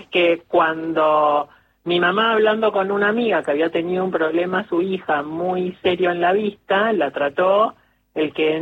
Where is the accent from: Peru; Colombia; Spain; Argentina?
Argentina; Pero soy argentina.